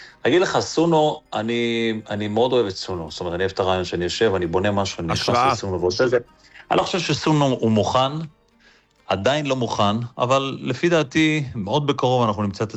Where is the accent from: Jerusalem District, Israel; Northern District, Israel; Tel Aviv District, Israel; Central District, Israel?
Jerusalem District, Israel; Jerusalem; אני חצי... מרוקאי, חצי עיראקי, ו-99% ירושלמי.